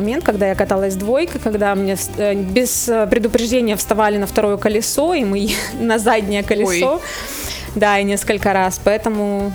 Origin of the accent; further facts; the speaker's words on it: Russian Far East, Russia; а я сама дальневосточница